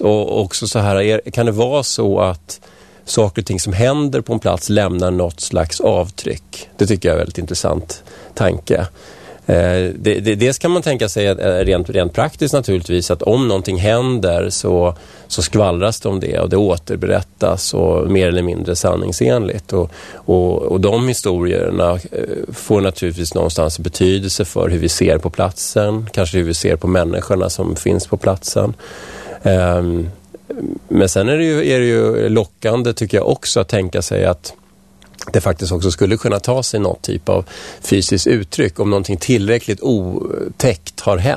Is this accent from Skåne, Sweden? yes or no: no; Vällingby, Stockholm County, Sweden; also born or lived in Strängnäs; now in Nacka, Sweden